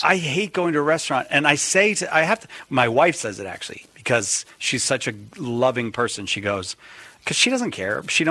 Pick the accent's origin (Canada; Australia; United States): United States; Boston, Massachusetts; See, I'm from Boston. Wicked means something different to us.